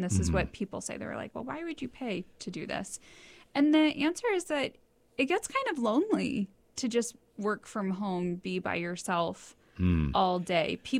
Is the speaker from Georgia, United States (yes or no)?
yes; Georgia, United States; So we grew up in Georgia